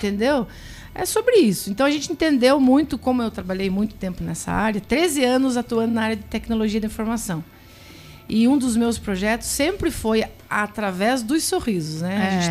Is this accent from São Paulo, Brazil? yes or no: yes; Guareí, São Paulo, Brazil; Eu sempre tive orgulho de dizer que eu sou de Guareí.